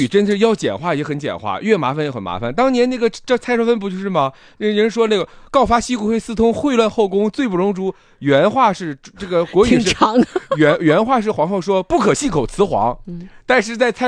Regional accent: Northeast China, China

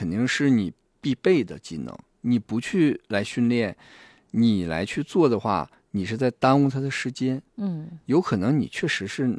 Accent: Northeast China, China

